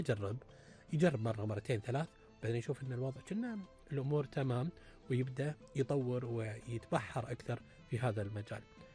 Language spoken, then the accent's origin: Arabic; Kuwait; مدى مساهمتنا احنا ككويتيين